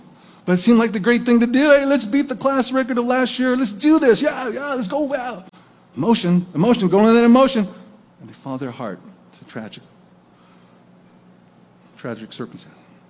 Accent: Napa, California, United States; moved away; back to Napa, California, my hometown.

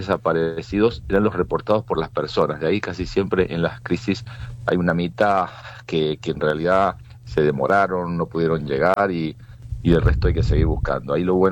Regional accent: Mendoza, Argentina; yo creo que soy originario de Mendoza

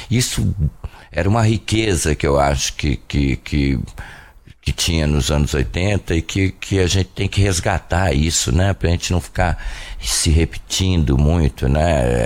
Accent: Ribeirão, Brazil; Ribeirão é a minha terra até hoje, né?

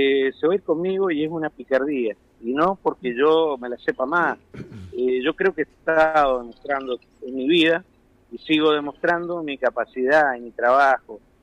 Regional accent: Mendoza, Argentina; also born or lived in Newark, United States

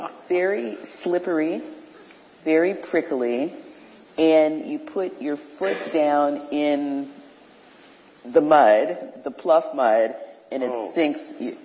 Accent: Colleton, South Carolina, United States; Well, we're from Colleton, South Carolina, which is the next county over.

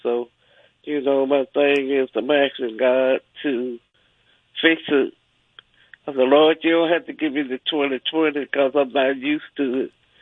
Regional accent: Birmingham, Alabama, United States; I'm from Birmingham, Alabama.

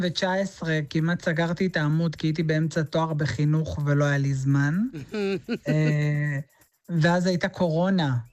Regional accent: Re'ut, Central District, Israel; also born or lived in Kiryat Gat; לא, אז רגע, אני גרתי בקריית גת באמת, אבל אני עזבתי את קריית גת בגיל 5.

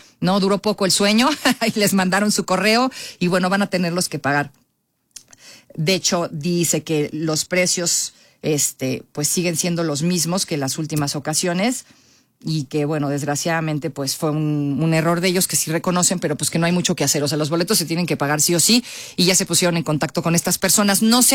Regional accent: Mexico; Somos mexicanos, insisto, y los partidos somos la sede

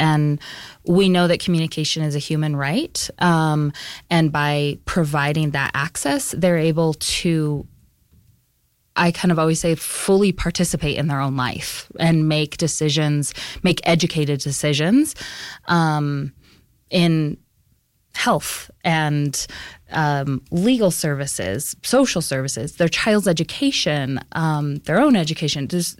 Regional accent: New Mexico, United States; I'm the program manager, and I am born and raised in New Mexico

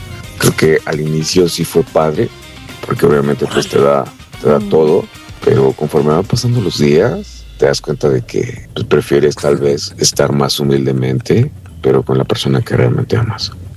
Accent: Mexico City, Mexico; soy de la Ciudad de México.

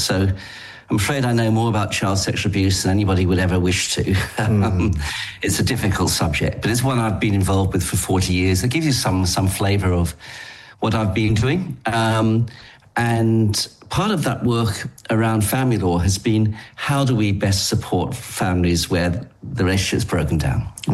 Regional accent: England, United Kingdom; moved away as an adult; now in Australia; the first thing I should say as soon as I open my mouth is I'm English by origin. And I'm very bad at languages, so I haven't really picked up any other accent. But I came out to Australia when I was 27 in 1986

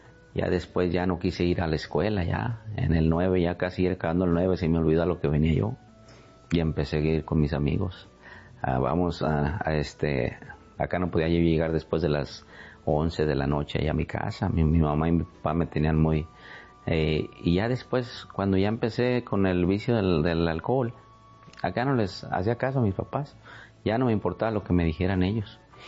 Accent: Mexico; Yo venía de México, yo soy de México, ¿verdad?

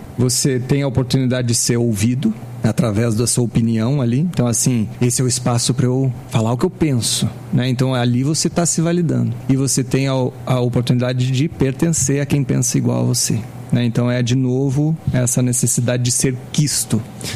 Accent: Rio Grande do Sul, Brazil; also born or lived in Brasília; Eu sinto que o gaúchês está em mim mais predominantemente do que qualquer coisa, né? Por conta de eu ter sido criado lá, minha família toda lá, né?

